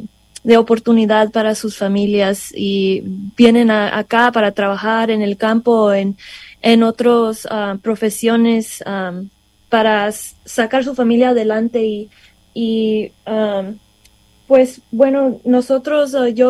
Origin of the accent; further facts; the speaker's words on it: Central Valley, California, United States; creciendo aquí en el Valle, yo crecí en los programas de mariachi de mi papá en las escuelas